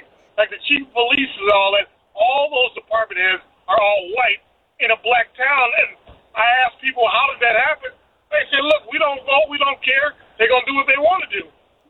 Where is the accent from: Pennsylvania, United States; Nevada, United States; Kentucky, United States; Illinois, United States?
Illinois, United States; Elgin; now in St. Louis, United States; I was born and raised in Elgin. It was a diverse town.